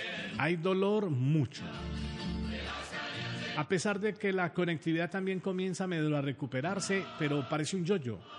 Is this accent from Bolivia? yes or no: no; Pereira, Risaralda, Colombia; Hablo ahora de mi tierra, que tanto me duele, de Pereira.